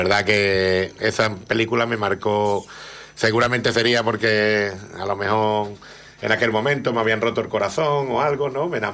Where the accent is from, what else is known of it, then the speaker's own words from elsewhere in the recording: Andalusia, Spain; la tortilla de patata, como buen español, me flipa, y el otro es el gazpacho, como buen andaluz.